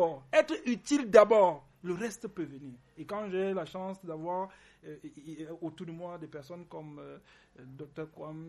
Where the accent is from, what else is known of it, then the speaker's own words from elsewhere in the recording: Foumban, West, Cameroon; chez nous, dans le Noun à Fouman.